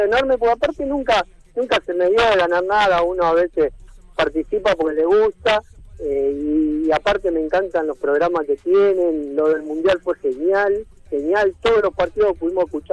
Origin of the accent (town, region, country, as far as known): Morón, Buenos Aires Province, Argentina